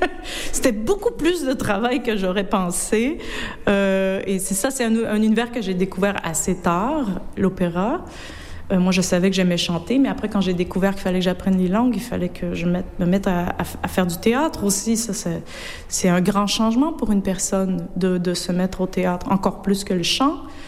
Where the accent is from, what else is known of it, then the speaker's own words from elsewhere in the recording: Quebec, Canada; moved away; comme on vient des régions un peu pauvres là, de la province